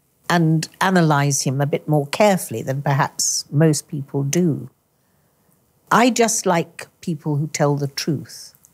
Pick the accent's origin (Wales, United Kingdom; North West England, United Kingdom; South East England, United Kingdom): South East England, United Kingdom; Oxford; born there; accent: posh; I'm English. I was born in Oxford.